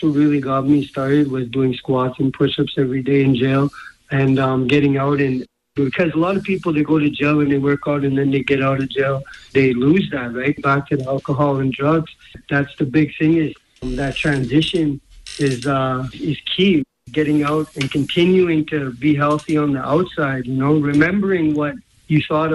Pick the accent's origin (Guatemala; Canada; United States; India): Canada; Saskatoon, Saskatchewan; I was just told that Saskatoon, because I'm from Saskatoon, that Saskatoon does not have a drug treatment court